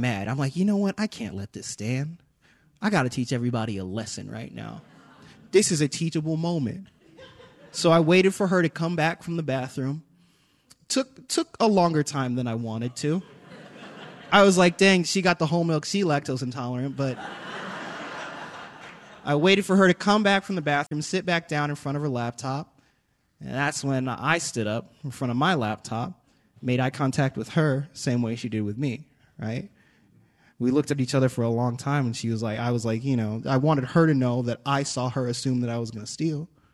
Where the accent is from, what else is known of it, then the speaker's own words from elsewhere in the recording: Salt Lake City, Utah, United States; I'm adopted, and I talk about it. I grew up in an all-white place. I grew up in Salt Lake City, Utah.